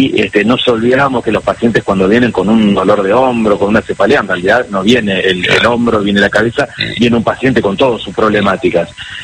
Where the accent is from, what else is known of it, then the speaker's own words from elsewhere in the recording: Buenos Aires Province, Argentina; moved away; Yo nací en Capital, viví siempre en el conurbano bonaerense